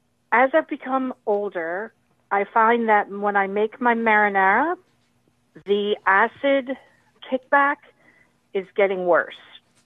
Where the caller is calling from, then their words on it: Southport, North Carolina, United States; I'm calling from Southport, North Carolina.